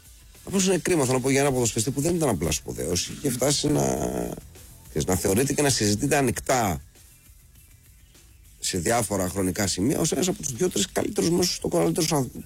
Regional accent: Greece; Εμείς ως Έλληνες το

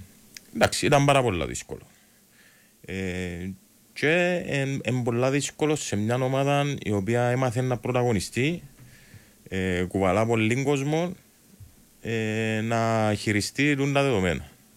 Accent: Lythrodontas, Nicosia District, Cyprus; born there; Ναι, ξεκίνησα από την ομάδα του χωριού μου την αναγέννηση.

